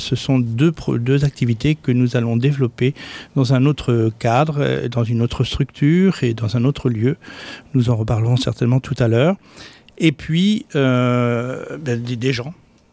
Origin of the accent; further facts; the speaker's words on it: Brittany, France; also born or lived in abroad; je ne suis pas beauvaisien, je ne suis même pas picard. Je suis d'origine de Bretagne, avec un long parcours à l'étranger, comme je l'ai dit.